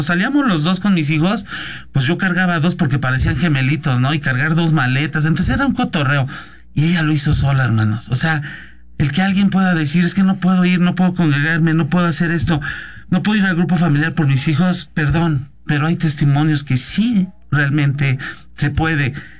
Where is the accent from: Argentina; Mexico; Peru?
Mexico; Ixtapaluca, State of Mexico; born there; yo nací en CCI Iztapaluca